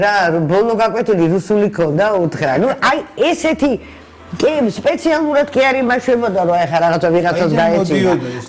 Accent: Tbilisi, Georgia; born or raised there

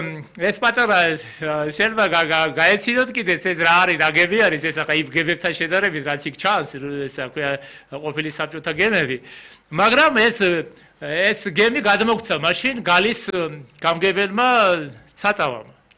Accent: Western Georgia, Georgia; მე თვითონ დასავლეთიდან ვარ

